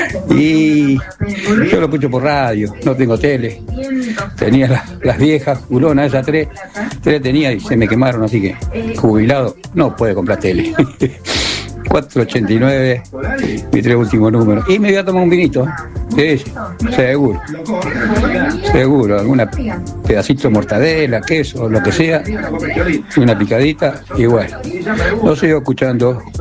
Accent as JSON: {"language": "Spanish", "town": "Pilar", "region": "Buenos Aires Province", "country": "Argentina"}